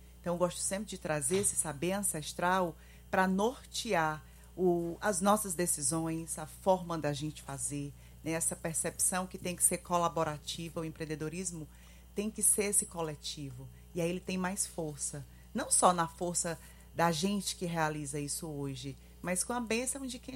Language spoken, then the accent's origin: Portuguese; Brazil; nasci no Bom Jardim, eu tenho 40 anos e moro lá.